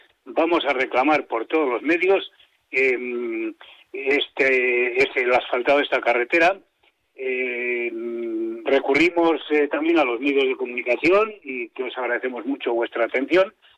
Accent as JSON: {"language": "Spanish", "region": "Castile and León", "country": "Spain", "said": "Aldehorno, y Aldeanueva, somos conscientes de que somos parte de la España vaciada, pero también de la España ninguneada y de la España maltratada."}